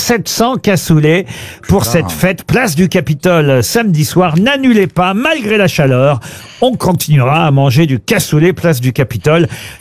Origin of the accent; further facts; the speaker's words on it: France